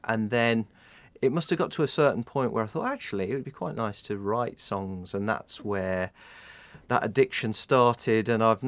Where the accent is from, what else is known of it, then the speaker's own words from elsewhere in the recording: Halesowen, West Midlands, United Kingdom; So, a black country lad. So I grew up in Howells Owen.